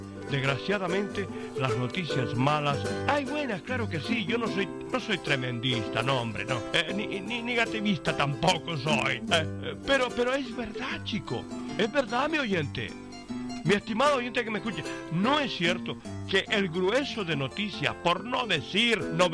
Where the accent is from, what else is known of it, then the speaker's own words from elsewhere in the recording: Canary Islands, Spain; yo como canario que soy, verdaderamente quiero mi tierra.